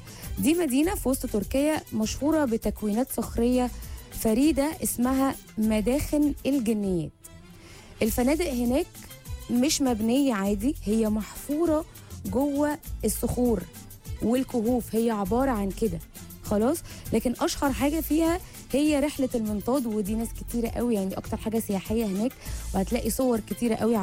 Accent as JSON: {"language": "Arabic", "country": "Egypt", "said": "احنا كمصريين"}